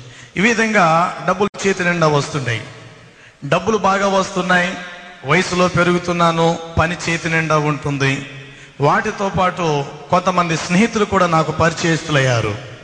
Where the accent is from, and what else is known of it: Rajahmundry, Andhra Pradesh, India; born or raised there